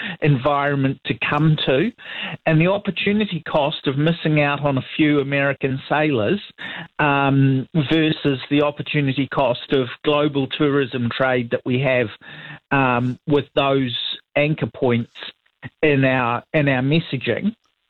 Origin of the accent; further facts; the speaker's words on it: New Zealand; from my point of view as a New Zealander, as a fifth or sixth generation New Zealander, this is what I've grown up with.